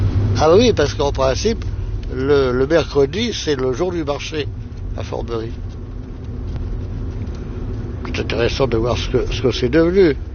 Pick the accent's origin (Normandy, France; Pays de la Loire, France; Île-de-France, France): Île-de-France, France; Paris; born there; Mais non, je vous dis, je suis né à Paris, rue Carrière-Lemoine.